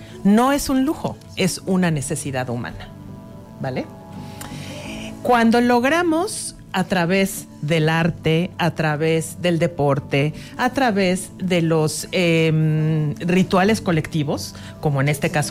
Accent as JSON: {"language": "Spanish", "country": "Mexico", "said": "como mexicanos y en este país"}